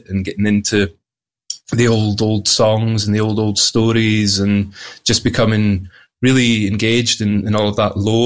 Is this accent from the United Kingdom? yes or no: yes; Gartocharn, Scotland, United Kingdom; the village I was brought up in is called Gartacharn. Gartacharn, it's got that lovely Scottish ch sound, the ch as in loch. It is by the bonny banks of Loch Lomond, a very, very famous body of water here